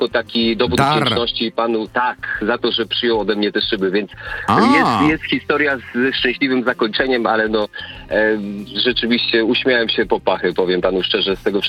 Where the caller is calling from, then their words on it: Tricity, Pomeranian Voivodeship, Poland; Dzwonię ze Słonecznego Trójmiasta